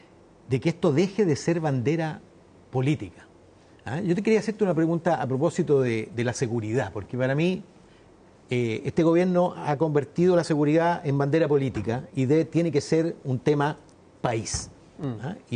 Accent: Magallanes and Chilean Antarctica, Chile; Soy fueguino. Y conozco muy bien la diferencia entre la parte chilena de la isla y la parte argentina.

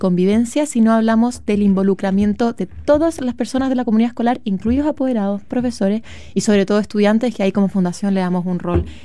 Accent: Chile; como chilenos tenemos hoy día una relación familia-escuela súper quebrada.

